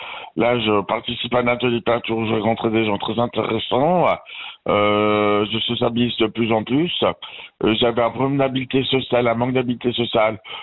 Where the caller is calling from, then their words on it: Geneva, Switzerland; Je suis genevois, oui, bien sûr.